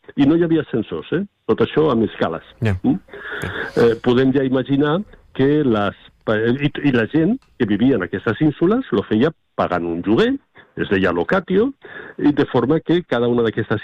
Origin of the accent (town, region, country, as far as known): Tarragona, Catalonia, Spain; born or raised there